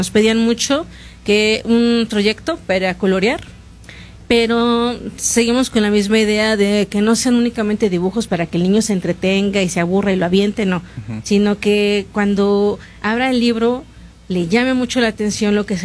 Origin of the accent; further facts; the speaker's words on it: Tlaxcala, Mexico; Yo todavía soy de la radio, entonces yo soy de Tlaxcala, pongo la radio local